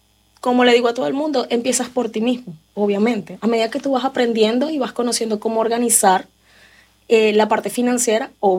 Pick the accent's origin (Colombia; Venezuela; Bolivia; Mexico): Venezuela; moved away as an adult; now in United States; yo en Venezuela tuve una carrera. O sea, yo me gradué en la universidad, pero en mi país era ingeniero industrial.